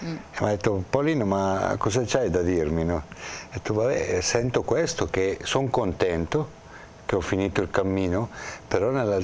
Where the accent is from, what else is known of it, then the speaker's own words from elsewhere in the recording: Bergamo, Lombardy, Italy; da buon bergamasco è un po' una testa un po' dura